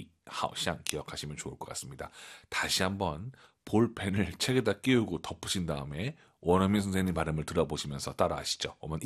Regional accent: Beijing, China; moved away; 저는 북경 출신이기 때문에

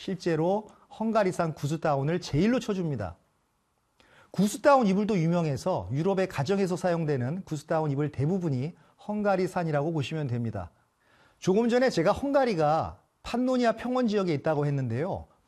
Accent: South Korea

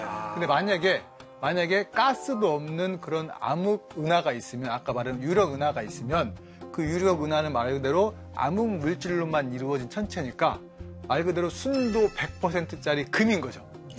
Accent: Okgu County, North Jeolla, South Korea; moved away; 제 고향이 이제 전라북도 옥구군 대하면 네. 복결이거든요.

